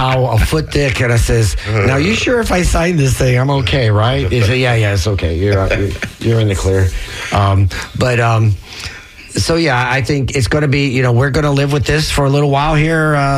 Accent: Tampa, Florida, United States; Well, growing up in Tampa, we had none of that. I mean, we didn't have it before the Bucs. I had to watch the Miami Dolphins was my team. That was the only team in Florida at the time.

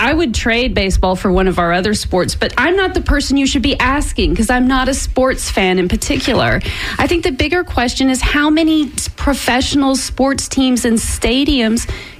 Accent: Kentucky, United States; In Kentucky. So I was sort of close to the Cardinals, but that was the one I ended up watching on TV.

